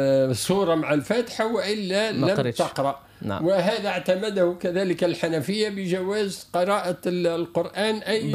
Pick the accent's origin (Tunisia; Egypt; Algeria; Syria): Tunisia; Bizerte, Bizerte Governorate; لأن مثلا نحن عندنا في بنزرت ما زال لن تتدلوا لهنا نحن نقعد 3 دقائق تقريبا